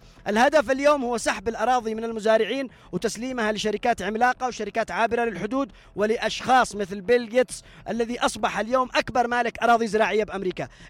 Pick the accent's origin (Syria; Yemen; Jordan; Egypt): Yemen